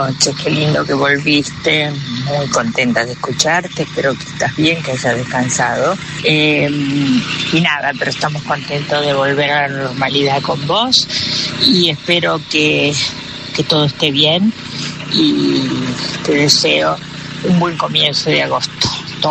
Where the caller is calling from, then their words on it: Italy; Un saludo enorme para la mesa. … de Italia.